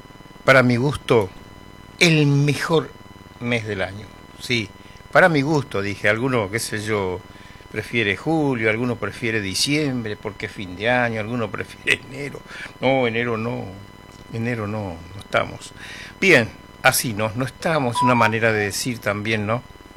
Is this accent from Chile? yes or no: no; Argentina